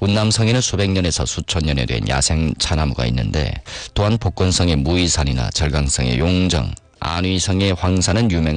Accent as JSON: {"language": "Korean", "area": "Yanbian", "region": "Jilin", "country": "China", "said": "사실 우린 연변 지역에 살다 보니까"}